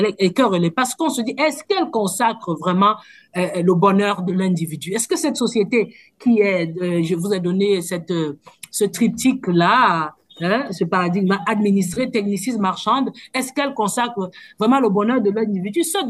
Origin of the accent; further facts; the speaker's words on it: Cameroon; j'ai été dans le bureau de ce qu'on appelle chez nous au Cameroun le BENCINET